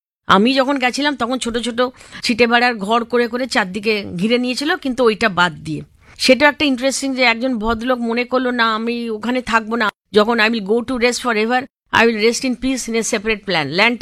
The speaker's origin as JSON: {"language": "Bangla", "country": "India", "said": "আমি যেহেতু ভারতীয়"}